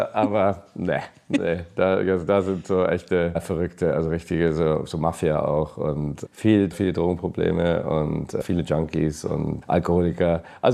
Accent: England, United Kingdom; now in Scotland, United Kingdom; Ja, und dann wird man, also als Engländer wird man halt auch nicht besonders ernst genommen in Schottland.

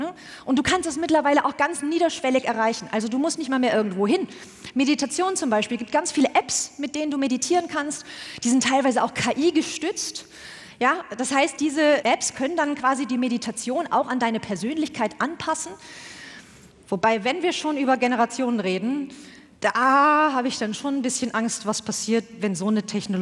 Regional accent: Germany; now in Austria; dass ich als Deutsche in Österreich nicht wählen darf und bald dann auch mein deutsches Wahlrecht verliere

